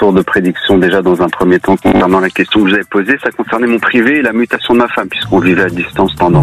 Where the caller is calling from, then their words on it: Nouvelle-Aquitaine, France; Alors moi, je suis en Gironde.